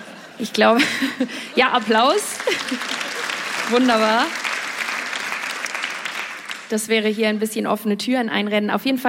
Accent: Switzerland; Ich komme aus der Schweiz

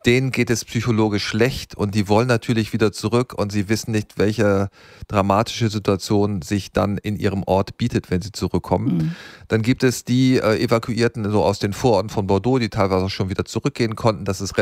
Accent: Germany; deswegen darf ich das als Deutscher vielleicht auch sagen

